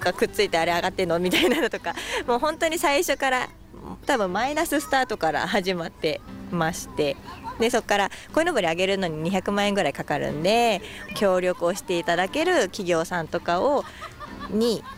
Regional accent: Koga, Ibaraki, Japan; 私が古河生まれ古河育ちなんですけど

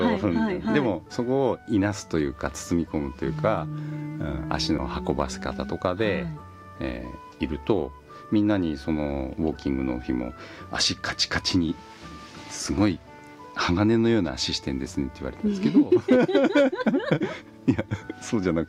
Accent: Kurobe, Toyama, Japan; also born or lived in Tokyo; now in Koriyama, Japan; もともとは、はい、遠い遠い富山県の宇奈月温泉ってとこが出身です。

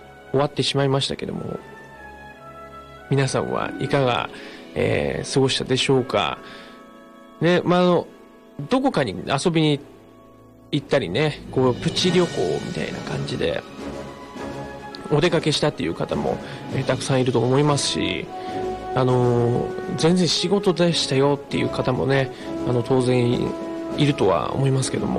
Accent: Misato, Akita, Japan; 僕の地元って旧仙南村美郷町の方なんですけども

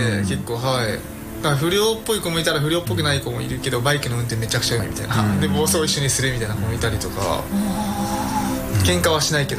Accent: Nagoya, Aichi, Japan; 地元の名古屋の地下格闘技があって、それに出場してたんですよ。

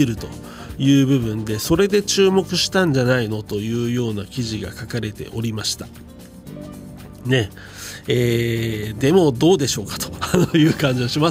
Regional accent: Hokkaido, Japan; 僕ら道民からしてみると

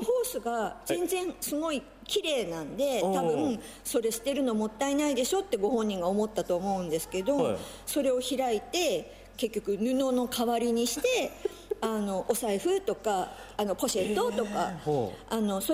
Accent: Saitama, Japan; 私も埼玉からなんで

